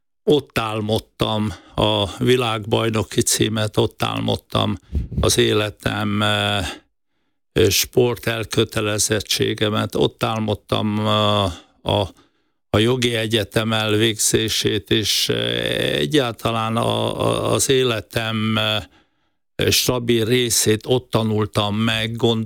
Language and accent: Hungarian; Szombathely, Vas, Hungary; also born or lived in Sárvár; Hát én vasmegyei vagyok, majdnem 80 éve születtem Sárváron, és 9 éves koromtól Szombathelyen éltem 18 éves koromig.